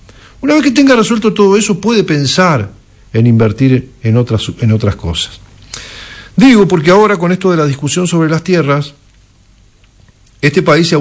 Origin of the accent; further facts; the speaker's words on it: Argentina; nosotros como argentinos